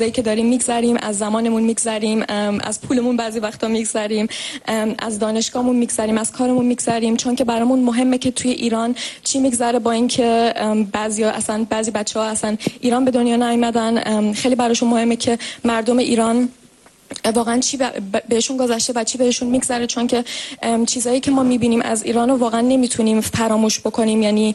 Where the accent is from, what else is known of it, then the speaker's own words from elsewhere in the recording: Germany; also born or lived in Iran; توی ایران به دنیا آمدم ولی از کشور آلمان هستم، 23 سالمه